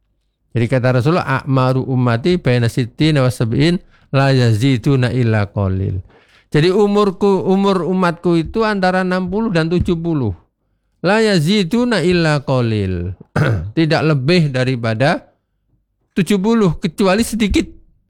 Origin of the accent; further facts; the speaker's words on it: Timor-Leste; also born or lived in Java; Contoh misalkan saya ini kan lahir di Jawa, Mbak Listia ya. Kemudian remaja di timur-timur. Nah, sekarang tua di sini ya.